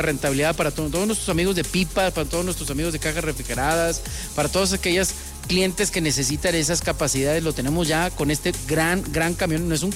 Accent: Colombia; Entonces yo creo que va a ser algo tranquilo, como todo colombiano.

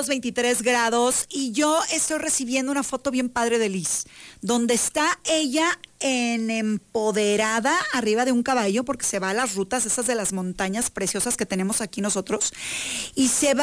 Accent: Mexico; También nosotros somos mexicanos, aunque nacimos cerca de esa cultura híbrida que tenemos de tocho morocho

